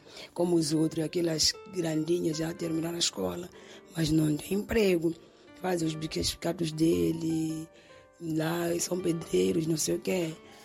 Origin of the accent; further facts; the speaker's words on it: Mozambique; Eu sou uma Xangana.